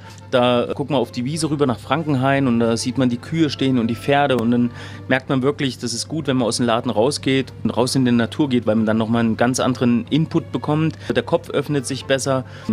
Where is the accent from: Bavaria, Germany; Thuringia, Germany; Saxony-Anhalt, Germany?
Thuringia, Germany; Oberhof; born there; accent: Berlin influence; also born or lived in Berlin; ich bin gebürtiger Oberhofer.